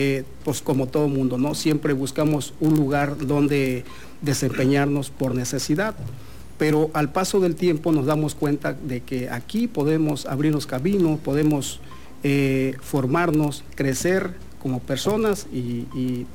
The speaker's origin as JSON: {"language": "Spanish", "country": "Mexico", "said": "nosotros como mexicanos"}